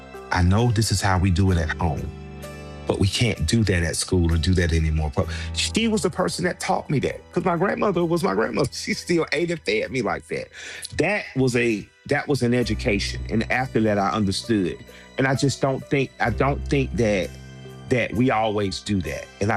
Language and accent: English; Southern US, United States; And I grew up in the South.